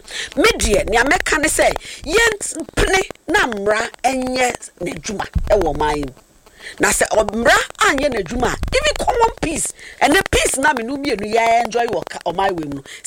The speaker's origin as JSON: {"language": "English", "country": "Ghana", "said": "And then, again, as a Ghanaian"}